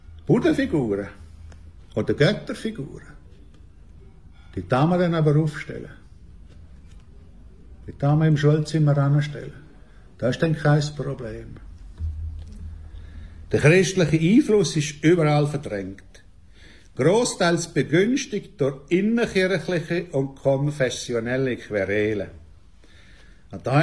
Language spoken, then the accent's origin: German; Altstätten, St. Gallen, Switzerland; ich komme aus Altstädten, und Altstädten war damals ein Jahr lang in der ACB.